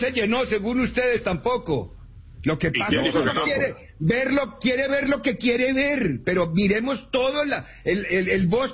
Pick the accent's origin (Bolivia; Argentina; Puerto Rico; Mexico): Mexico; porque somos mexicanos